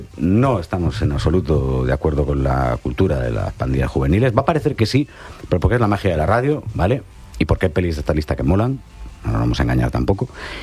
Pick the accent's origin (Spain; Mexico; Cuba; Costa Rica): Spain; Galicia; le dije, como buen gallego